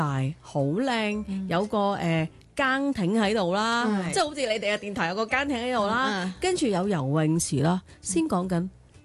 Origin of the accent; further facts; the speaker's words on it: Hong Kong; 我成日永远答是香港，真系嘅，因为土生土长一个地方。